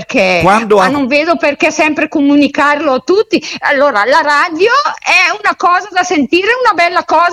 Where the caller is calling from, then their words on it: Sovere, Lombardy, Italy; io dico di Breno, ma io sono di Sovere.